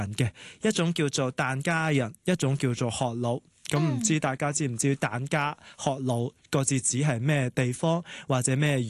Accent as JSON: {"language": "Cantonese", "town": "Chaozhou", "region": "Guangdong", "country": "China", "said": "咁其实因为我是潮州人啦，咁其实都有啲习俗似乎同香港的水上人家系类似嘅"}